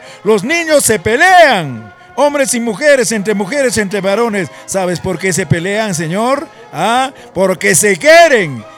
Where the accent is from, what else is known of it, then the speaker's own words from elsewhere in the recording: Huaraz, Ancash, Peru; en la zona de nuestro Huaraz querido